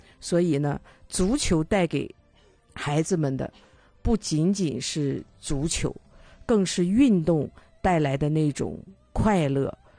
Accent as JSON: {"language": "Chinese", "town": "Dalian", "region": "Liaoning", "country": "China", "said": "那种身为一个大连人的骄傲，"}